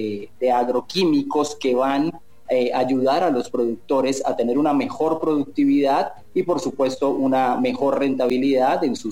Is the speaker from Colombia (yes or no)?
yes; Colombia; moved away as an adult; now in Mexico; Soy colombiano, sí. Colombiano, bueno. Viviendo hace algunos años en el exterior.